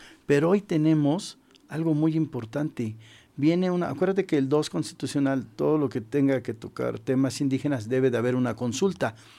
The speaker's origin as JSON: {"language": "Spanish", "region": "Puebla", "country": "Mexico", "said": "como mexicanos, como poblanos"}